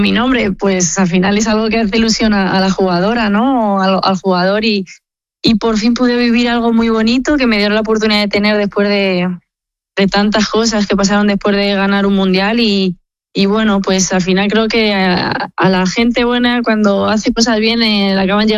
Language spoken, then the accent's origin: Spanish; Community of Madrid, Spain; no soy de Cipozuelos, pero al final sigue siendo Madrid y sigo siendo madrileña